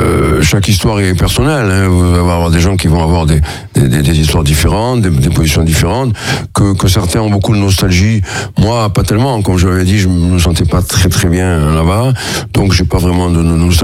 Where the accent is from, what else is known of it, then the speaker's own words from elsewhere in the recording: Algeria; now in France; je suis issu de milieu d'Algérie, des Juifs d'Algérie, avec une histoire particulière